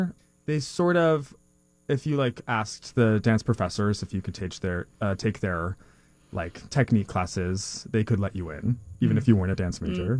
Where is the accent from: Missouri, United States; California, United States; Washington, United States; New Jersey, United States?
California, United States; And at my school, I'm from Southern California.